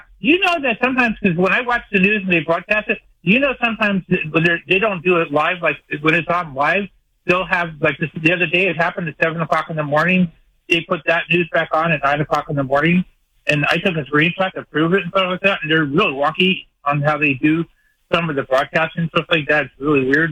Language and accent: English; New Jersey, United States; Yeah, I'm from New Jersey, North New Jersey.